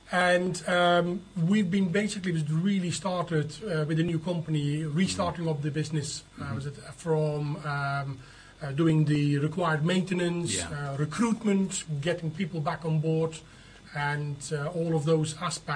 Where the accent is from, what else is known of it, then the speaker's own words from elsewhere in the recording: Netherlands; English is a second language; moved away as an adult; now in Hartlepool, United Kingdom; You can hear from my accent that I am not from native Hartlepool. Yeah. I've come from the Netherlands, arrived here in 1996.